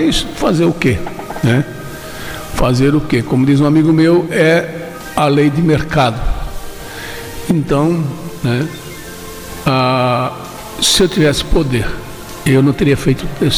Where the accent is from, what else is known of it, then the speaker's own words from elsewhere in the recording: Brazil; eu sou brasileiro desde pequenininho, né?